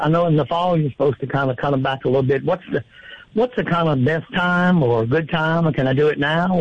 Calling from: Baton Rouge, Louisiana, United States

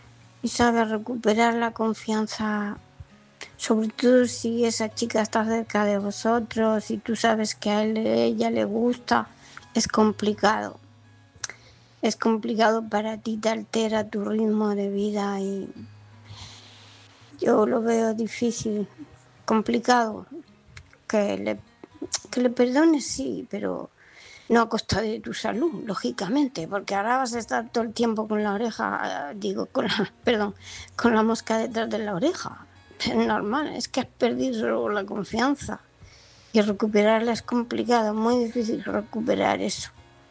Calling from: Murcia, Region of Murcia, Spain; de Murcia.

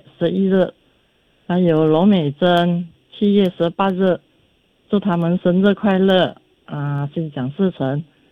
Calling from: Kuantan, Pahang, Malaysia

